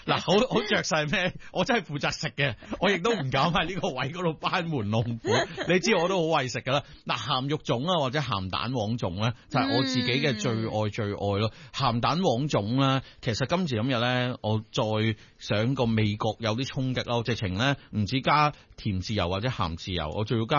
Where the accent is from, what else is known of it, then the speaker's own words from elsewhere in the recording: Hong Kong; 作為一個香港人咧，呢段時間真係成日啦都見唔到太陽咧